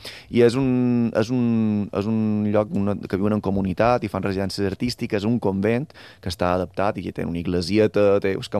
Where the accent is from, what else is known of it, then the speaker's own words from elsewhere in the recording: Balearic Islands, Spain; jo li vaig dir, jo som mallorquí, què fas aquí?